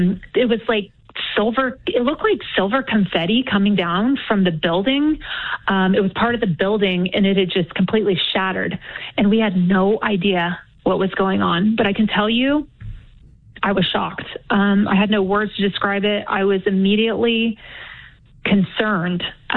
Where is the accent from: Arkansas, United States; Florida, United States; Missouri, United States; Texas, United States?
Texas, United States; So I'm from Texas.